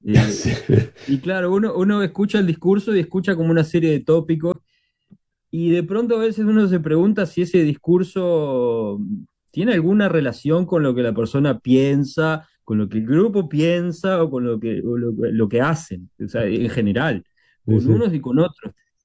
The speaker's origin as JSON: {"language": "Spanish", "country": "Uruguay", "said": "uno va a Buenos Aires y no es distinguido como uruguayo"}